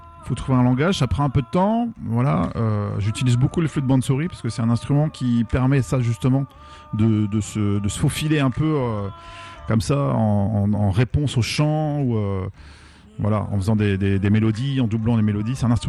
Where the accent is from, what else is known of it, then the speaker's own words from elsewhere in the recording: Brittany, France; Bah oui, en tant que Breton, je suis allé visiter la ville qui ressemble au Maroc, qui ressemble à Saint-Malo, forcément.